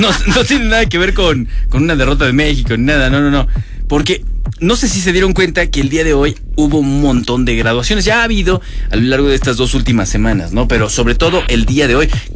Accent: Lanús, Buenos Aires Province, Argentina; Dani Fuentes es de Villaneda y yo soy de Lanús.

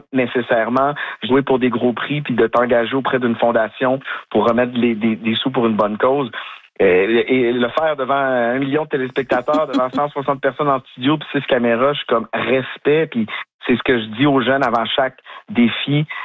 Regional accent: Quebec City, Quebec, Canada; Je sais pas si c'est parce que je viens de Québec

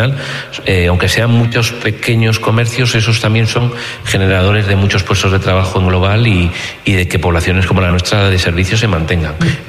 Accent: La Bañeza, Castile and León, Spain; me queda mucho que dar a mi tierra, a mis paisanos

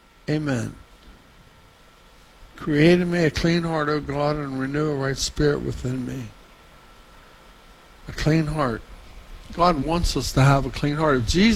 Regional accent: Weirton, West Virginia, United States; I'm from Weirton, West Virginia.

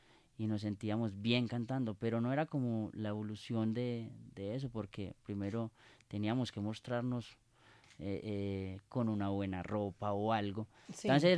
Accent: Betulia, Antioquia, Colombia; born there; also born or lived in Medellín; now in Bello, Colombia; soy de Medellín. Llegué muy niño a Betulia, a Medellín. Soy de Betulia, suroeste antioqueño. Y emigré a la ciudad de Medellín por violencia de mi pueblo. Estaban los dos pueblos, Urrao, Betulia y Concordia en los conflictos armados. Entonces, obviamente, nos tocó salir del pueblo. Pero llegamos a Medellín.

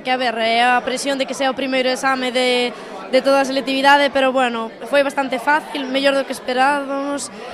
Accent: Boiro, Galicia, Spain; De Boiro, do Ies Praia Barraña.

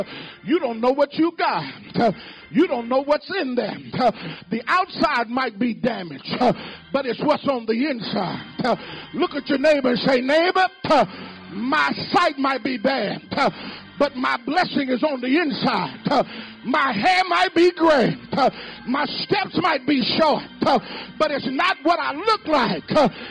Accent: St. Louis, Missouri, United States; I'm from St. Louis.

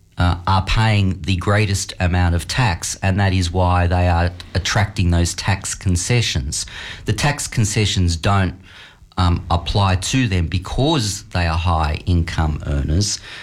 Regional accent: Sydney, New South Wales, Australia; Cogra, not far from where I grew up in Sydney

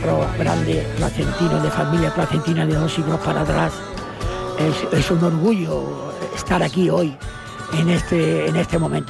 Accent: Plasencia, Extremadura, Spain; born there; soy de La Salle, soy Salle de aquí de Plasencia

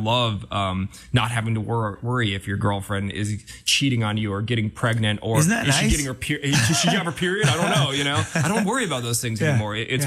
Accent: South Korea; I'm adopted from Korea and I didn't tell a lot of people about it

